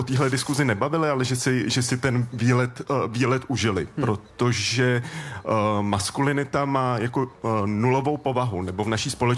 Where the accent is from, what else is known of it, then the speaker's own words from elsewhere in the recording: Stříbro, Plzeň Region, Czechia; Vyrůstal jsem ve Stříbře na Tachovsku